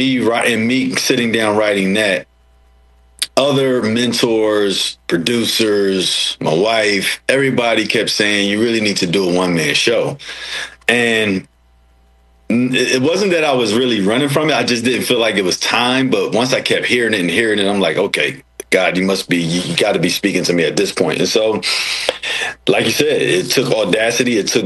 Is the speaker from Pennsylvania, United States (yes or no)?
yes; Philadelphia, Pennsylvania, United States; moved away as an adult; now in Los Angeles, United States; we're all from Philly.